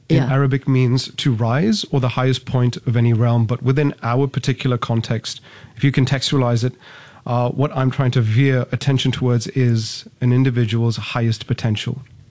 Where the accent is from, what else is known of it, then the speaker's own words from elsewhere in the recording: Singapore; I'm born and raised in Singapore.